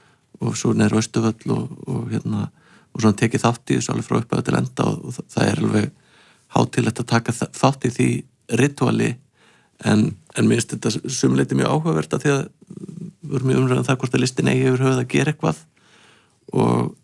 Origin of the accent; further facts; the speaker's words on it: Hafnarfjörður, Capital Region, Iceland; Ég meni, ég er úr Hafnarfirði og ég manna að spennan í kringu 17. júni var að fara á kvöldskemmtunum